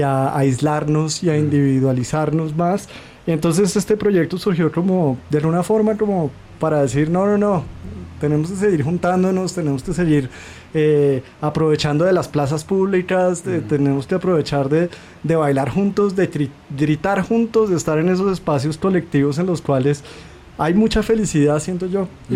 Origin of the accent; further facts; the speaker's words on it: Colombia; also born or lived in Belgium; now in Mexico City, Mexico; Crecí en Colombia, después viví en Bélgica muchos años